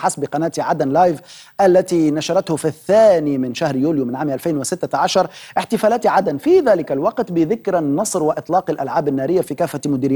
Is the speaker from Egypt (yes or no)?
no; Tunisia; أحد أبناء بلادي تونس